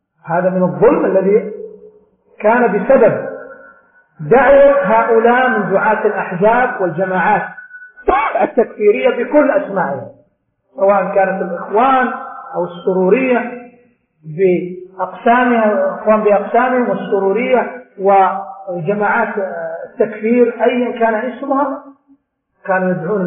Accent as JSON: {"language": "Arabic", "country": "Saudi Arabia", "said": "ولذلك عندنا في المملكة العربية السعودية تؤخذ البيعة بهذه الطريقة"}